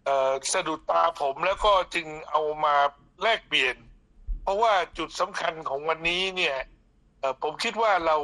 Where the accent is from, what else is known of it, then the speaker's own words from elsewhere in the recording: Phuket, Thailand; ผมเป็นคนภูเก็ตเกิดที่ภูเก็ตแล้วก็เรียนมัธยม